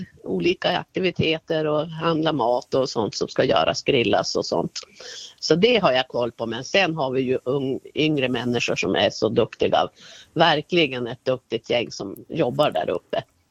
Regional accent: Bjurholm, Västerbotten County, Sweden; moved away; Då åker jag till min hemby där mitt föräldrahem är, som jag rår om då. Och det är i Njörsby i Bjurholms kommun.

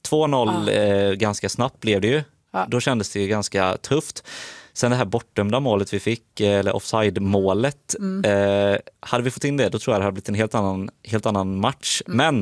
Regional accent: Netherlands; Swedish is a second language; Vi var ett gäng, vi var två holländare.

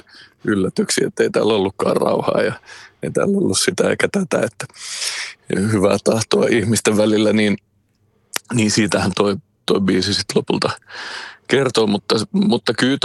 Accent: Vantaa, Uusimaa, Finland; mä Martin Laaksosta lähtöisin lähiöpoika, joka ei pahemmin koulussa viihtynyt. Ja sitten kun nykyään mä asun Porvossa, missä on tosiaan aika paljonkin ruotsinkielistä porukkaa

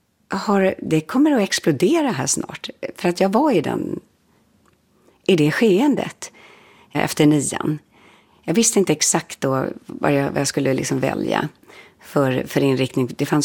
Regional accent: Stockholm, Stockholm County, Sweden; Vår familj gjorde inte det, vi kom ju från Stockholm och där lyssnade vi ju då på

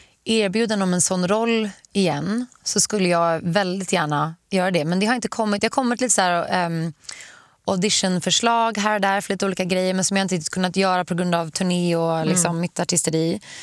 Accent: Sweden; now in Los Angeles, United States; Alltså, när jag är här, när jag är i Sverige, tycker jag att det är så himla skönt att kunna bara promenera överallt

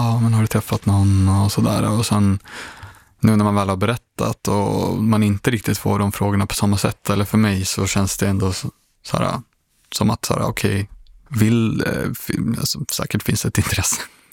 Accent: Sweden; now in Stockholm, Sweden; jag har liksom aldrig känt att jag inte ska berätta att jag är same när jag rör mig i HBTQI-kretsar.

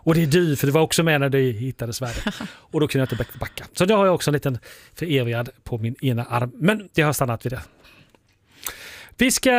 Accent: Halland County, Sweden; vi hallänningar då som är infödda hallänningar

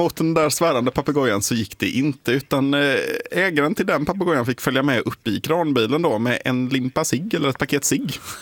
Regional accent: Gothenburg, Västra Götaland County, Sweden; Det är samma område där jag är född och uppväxt faktiskt, just Kortedala.

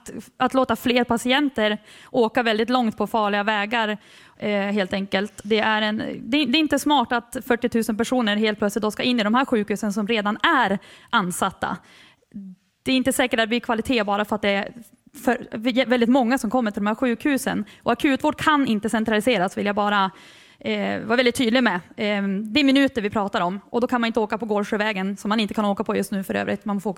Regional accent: Sollefteå, Västernorrland County, Sweden; moved away; Jag kommer från Sollefteå, jag är hemflyttare

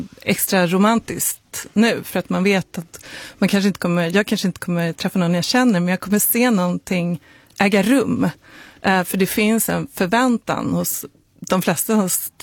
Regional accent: Sweden; jag talade inte om att jag var svensk

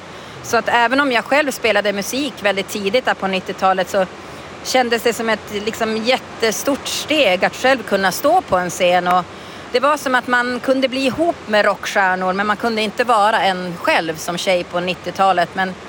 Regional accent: Luleå, Norrbotten County, Sweden; moved away; also born or lived in Torne Valley; jag växte upp i Luleå på området Porsön, så det har ju format mig givetvis.

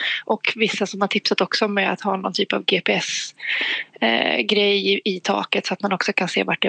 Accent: Östersund, Jämtland County, Sweden; now in Skövde, Sweden; Jag är uppvuxen i Östersund men bor i Skövde

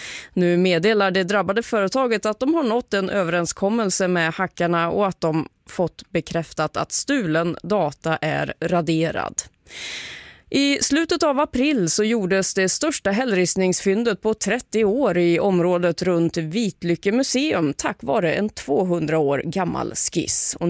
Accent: Trollhättan, Västra Götaland County, Sweden; Jo, jag vet. Jag är från Trollhättan.

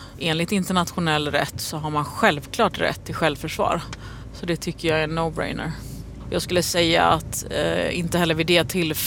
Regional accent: Gothenburg, Västra Götaland County, Sweden; accent: Gothenburg; Jag har fått höra det av andra. Alltså att min göteborgska är

